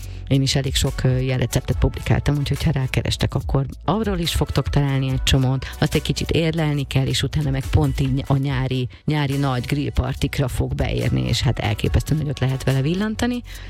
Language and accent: Hungarian; Hungary; ha már magyarok vagyunk